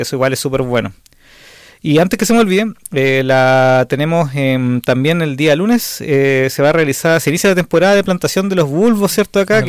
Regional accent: Chile; nosotros como chilenos

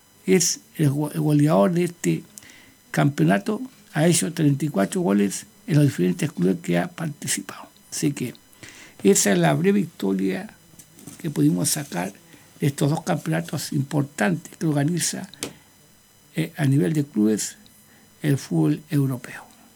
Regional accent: Chile; nosotros como chilenos

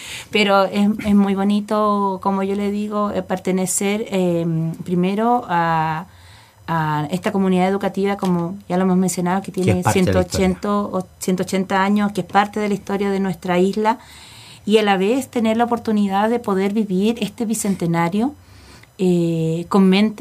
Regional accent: Los Lagos, Chile; nuestra propia identidad cultural como chilenos y también como chilotes.

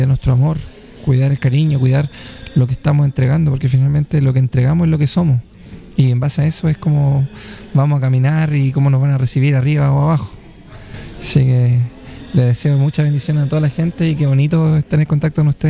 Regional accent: Santiago, Santiago Metropolitan Region, Chile; Sí, vengo de Santiago, vine por el fin de semana y me voy el mañana.

